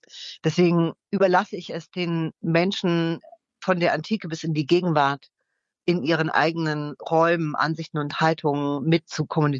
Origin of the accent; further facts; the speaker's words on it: Germany; ich komme ebenfalls aus der DDR